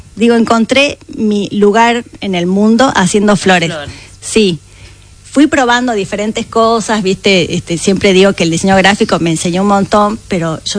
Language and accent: Spanish; Salta, Argentina; accent: Salteño tonada; moved away as an adult; also born or lived in Buenos Aires; yo estudié acá, me vine de Salta a estudiar, hice diseño gráfico en la UBA.